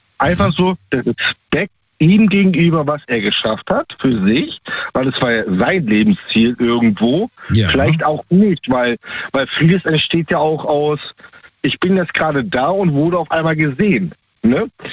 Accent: Baltic coast, Germany; Ich bin ursprünglich aus der Ostsee, da oben die Ecke, ne? Arbeite aktuell in Baden-Württemberg.

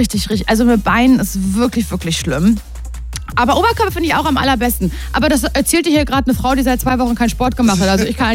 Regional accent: Parchim, Mecklenburg-Vorpommern, Germany; Am Parchim, Mecklenburg-Vorpommern.

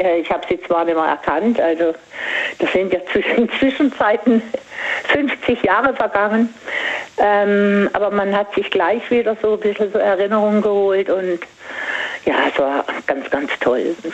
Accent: Singen, Baden-Württemberg, Germany; Ich komme ja aus Singen

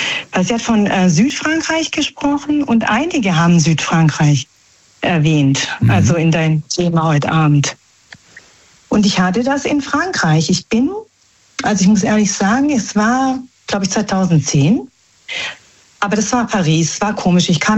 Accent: Germany; born there; Also wir sind eigentlich Italiener, ne? Also in Deutschland geboren. Also italienische Familie.

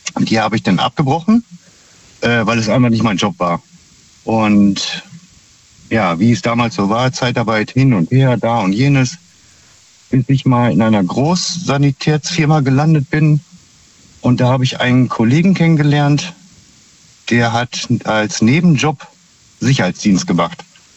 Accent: Minden, North Rhine-Westphalia, Germany; Ja, ich weiß nicht, ob du schon mal gehört hast, aus Minden.

